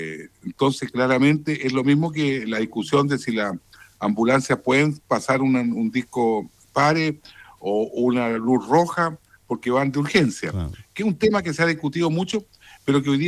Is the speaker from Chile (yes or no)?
yes; Chile